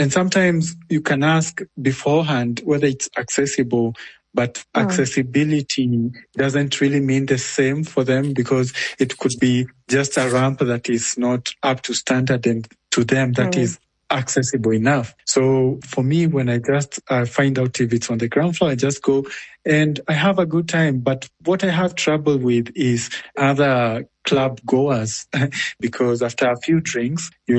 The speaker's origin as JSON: {"language": "English", "town": "Nakuru", "region": "Nakuru County", "country": "Kenya", "tie": "born or raised there", "said": "here in Kenya, especially in my hometown of Nakuru."}